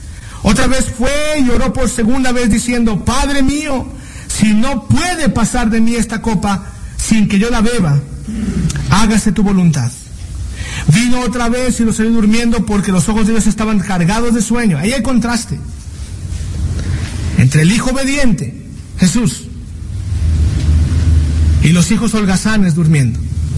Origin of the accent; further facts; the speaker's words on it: Chihuahua, Mexico; born there; Yo nací en Chihuahua, a lo mejor no nací en Chihuahua, ¿verdad? Pero no sé si tengo el acento de Chihuahua.